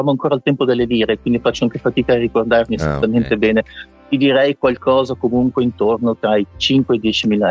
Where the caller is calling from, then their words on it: Lombardy, Italy; Sì, vivo qua. Sono lombardo, sì. Vivo tra Italia e Belgio.